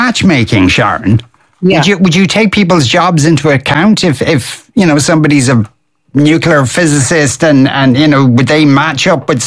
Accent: Tallaght, Leinster, Ireland; I was the only dub, and when they heard I was from Tala, they all erupted with delight.

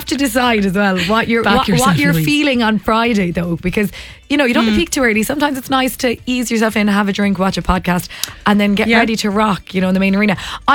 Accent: Ireland; I think as Irish people, we do some of our best partying in the rain.

